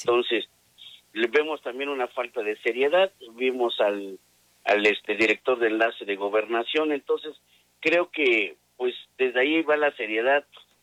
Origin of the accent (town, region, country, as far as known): Mexico